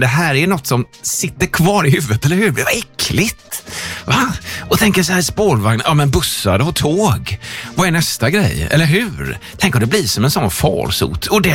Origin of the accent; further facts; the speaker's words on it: Gothenburg, Västra Götaland County, Sweden; Så jag som gammal göteborgare så känner jag så bara, nej!